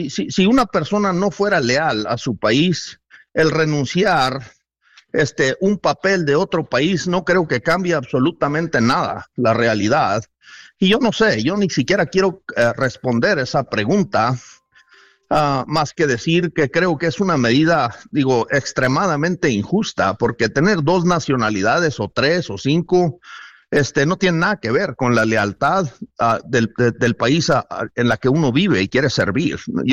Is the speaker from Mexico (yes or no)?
yes; Chihuahua, Mexico; born there; yo, que nací en México, mis padres nacieron en México, decido quedarme a luchar por mi gente, por mi estado. Yo no estoy dispuesto a renunciar mi ciudadanía mexicana